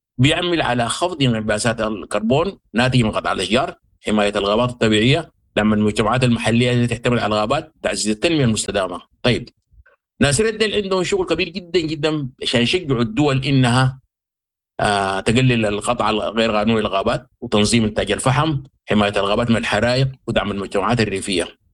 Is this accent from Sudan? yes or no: yes; Sudan; ف فنحن دورنا كبير كسودانيين وعندنا منطقة، السودان كان فيه غابات كبيرة